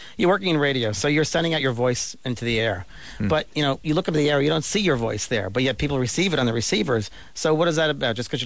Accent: New York, United States; I'm from New York

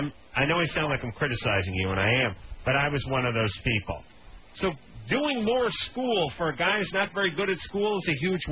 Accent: North Hollywood, California, United States; I'm from North Hollywood.

